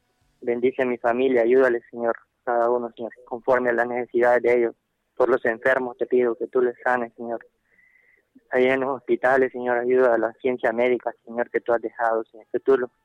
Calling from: San Pedro Sula, Cortés, Honduras; De aquí, de San Pedro.

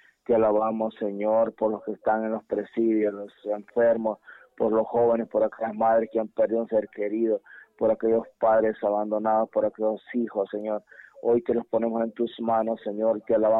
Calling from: San Pedro de Tutule, La Paz, Honduras

